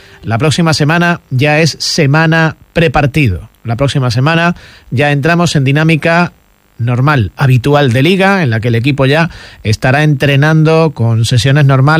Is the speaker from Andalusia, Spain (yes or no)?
yes; Huelva, Andalusia, Spain; Soy onubense, soy recreativista, quiero a mi ciudad y quiero a mi equipo.